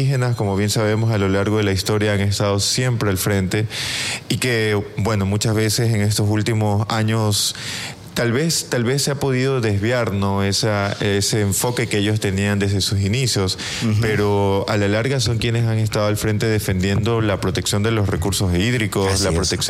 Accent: Ecuador; yo como ciudadano ecuatoriano.

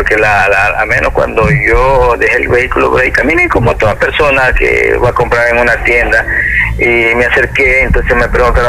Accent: Ecuador; claro que somos ecuatorianos, yo soy ecuatoriano

